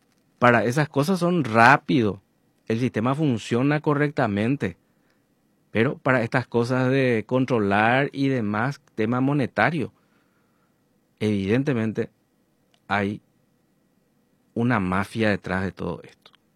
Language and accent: Spanish; Paraguay; Como paraguayos, no podemos dejar de sentirnos tristes por encontrar este desorden administrativo.